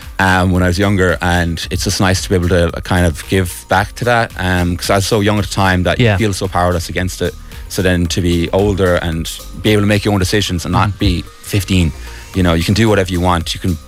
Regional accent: Kerry, Munster, Ireland; I'm from Kerry.

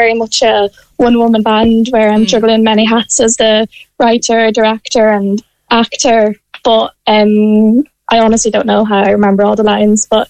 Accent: Leinster, Ireland; when we grew up in Kildare, most people we know go to all gendered schools or Catholic schools

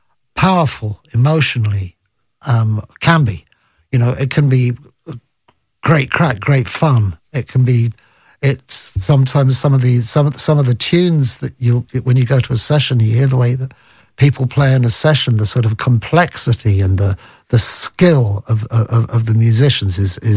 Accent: London, United Kingdom; I grew up in Golders Green, which is very close to places like Cricklewood and Kilburn, which were obviously, you know, big Irish areas, and actually also not so far away from, you know, Archway and Holloway as well

